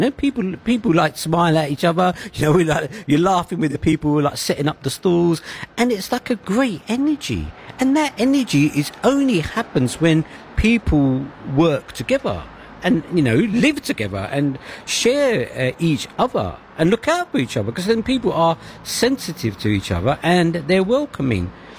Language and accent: English; London, United Kingdom; accent: Cockney; I feel at home here. And I've been here since, I'm 64. I've been walking these pavements all my life. And I still feel at home.